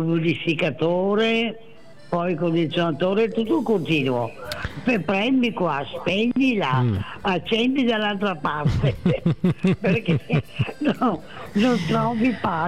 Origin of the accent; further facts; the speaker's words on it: Vicenza, Veneto, Italy; sono vicentina, sono nata in Piazza dei Signori.